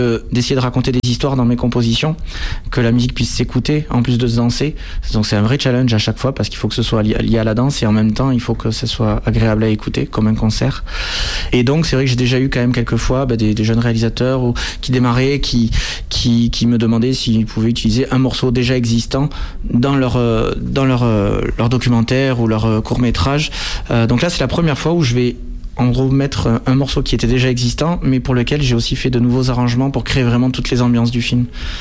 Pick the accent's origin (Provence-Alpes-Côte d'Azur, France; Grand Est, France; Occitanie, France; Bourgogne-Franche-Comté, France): Occitanie, France; Toulouse; parce que moi je viens de Toulouse